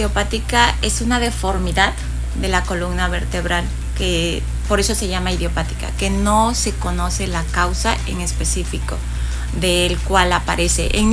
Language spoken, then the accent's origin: Spanish; Honduras; moved away as an adult; now in Cancún, Mexico; Cuando yo estaba en Honduras con un grupo de amigas